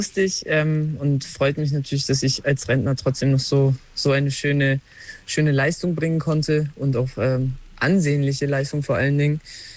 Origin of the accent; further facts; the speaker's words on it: Hanover, Lower Saxony, Germany; Und ich bin da sehr, sehr froh drüber, dass wir uns nach außen als Hannoveraner so schön präsentiert haben.